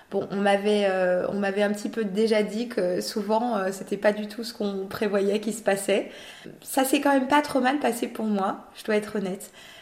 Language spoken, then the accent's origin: French; France; moi j'ai grandi en HLM à Bourg, dans un quartier clairement défavorisé.